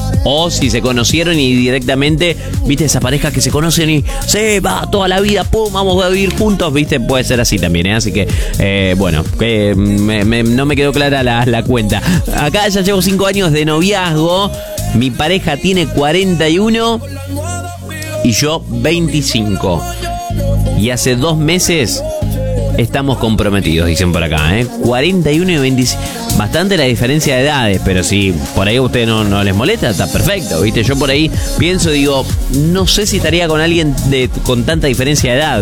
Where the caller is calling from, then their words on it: Villa Mercedes, San Luis, Argentina; de Villa Mercedes.